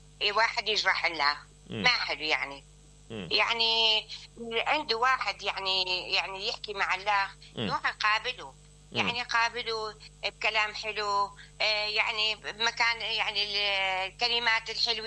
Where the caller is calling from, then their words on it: Mosul, Nineveh, Iraq; موصلين احنا من الموصل